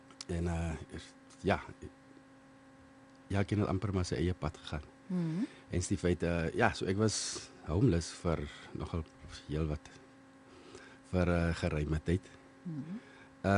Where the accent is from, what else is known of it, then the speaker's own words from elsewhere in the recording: Windhoek, Khomas, Namibia; also born or lived in South Africa; Ek was gebore in Suid-Afrika. Maar my ouers het die tyd Suid-Wes-Afrika toe kom trek, toe ek nog baie jonk was. Ek het skool hier begin. Ek was op Kamams Primair.